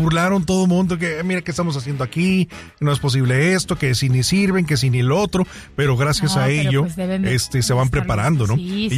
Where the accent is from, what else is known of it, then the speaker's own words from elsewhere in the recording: Mexico; más en México, porque somos mexicanos